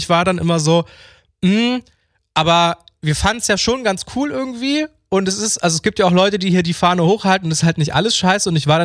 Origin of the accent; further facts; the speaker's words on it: Cottbus, Brandenburg, Germany; moved away as an adult; weil ich komme aus einer Groß-Kleinstadt, mal so, und bin da jahrelang geblieben. Also ich komme aus Cottbus